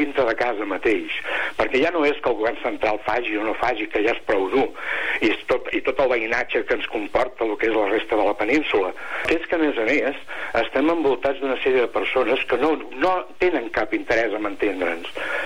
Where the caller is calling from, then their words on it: Catalonia, Spain; nosaltres, els catalans